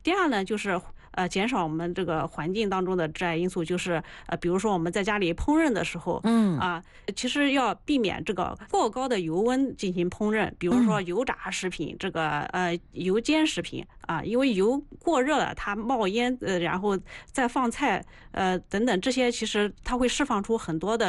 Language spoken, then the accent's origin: Chinese; China; 我们中国人